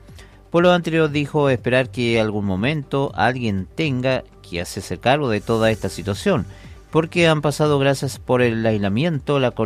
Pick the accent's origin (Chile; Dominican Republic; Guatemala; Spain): Chile; finalmente somos chilenos, como todos, especialmente en la comuna de Gualeguay.